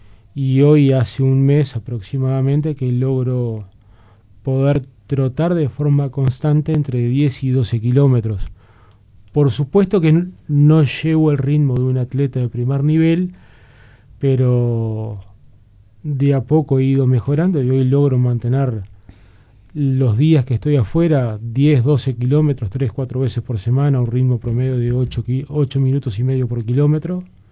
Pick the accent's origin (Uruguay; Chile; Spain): Uruguay; Minas, Lavalleja